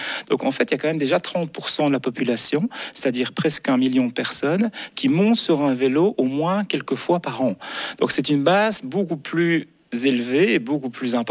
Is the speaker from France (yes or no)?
no; Wallonia, Belgium; chez nous, en Wallonie